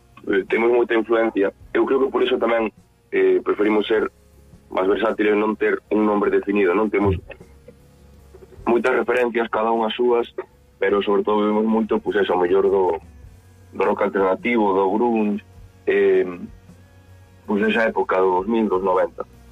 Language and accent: Galician; Cabana de Bergantiños, Galicia, Spain; now in A Coruña, Spain; Eu de Cabana, de Bergantiños.